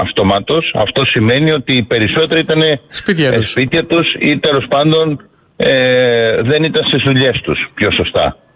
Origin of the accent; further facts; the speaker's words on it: Greece; μιλάμε τώρα εμείς, σαν Έλληνες